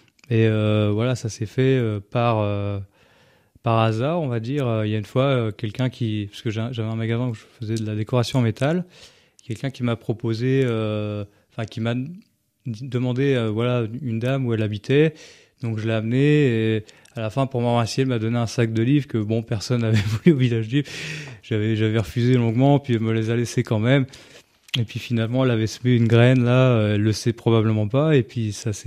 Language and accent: French; Fontenoy-la-Joûte, Grand Est, France; moi, je suis né à Fontenoy-la-Joûte, donc j'étais là avant le village du Livre